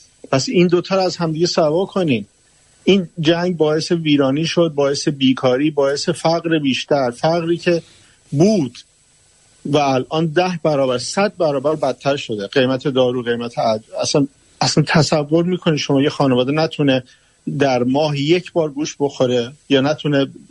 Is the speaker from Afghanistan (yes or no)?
no; Iran; به عنوان یک ایرانی که وطنم رو دوست دارم و نمیتونم بی تفاوت باشم